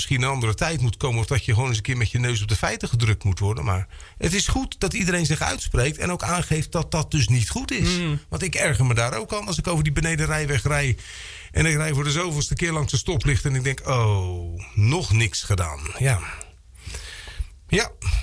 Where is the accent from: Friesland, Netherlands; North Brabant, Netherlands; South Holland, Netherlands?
South Holland, Netherlands; Slikkerveer; also born or lived in Drievliet; Want wij zijn in 1979 van de Bennetsweerstraat in Slikkerveer verhuisd naar Drievliet. Zoals ik al zei, we hebben daar 3-4 jaar gewoond.